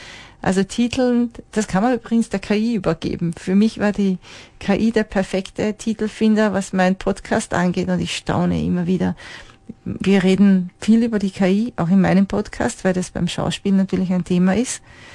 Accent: Austria; Ich lebe sehr gerne in Österreich.

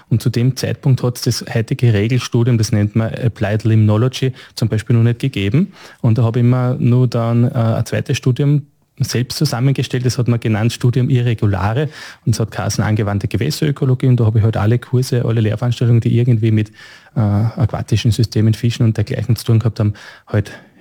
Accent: Litschau, Lower Austria, Austria; Naja, ich bin im Waldviertel aufgewachsen, im nördlichen Waldviertel, genau genommen in der nördlichsten Stadt Österreichs, in Litscha.

